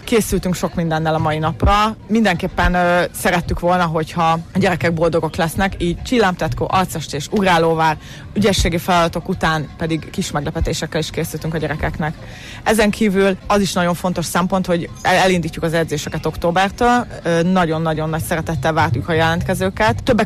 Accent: Szekszárd, Tolna, Hungary; now in Kalocsa, Hungary; Nem kalocsai származású vagyok, hanem eredetileg szekszárdi.

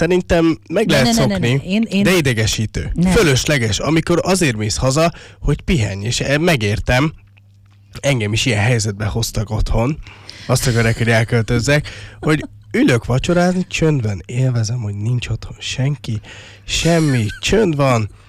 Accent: Székesfehérvár, Fejér, Hungary; Ahol mi élünk, ugye meg én felnőttem, ott a játszótérnél, hát ott szerintem brutál hangosan működik ez a trafó. Az öreg hegyen? Igen.

